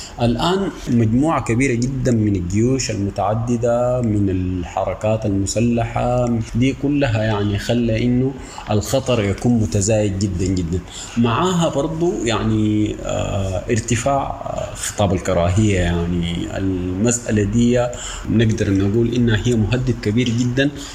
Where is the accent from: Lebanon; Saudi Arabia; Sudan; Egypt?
Sudan; احنا كدوله سودانيه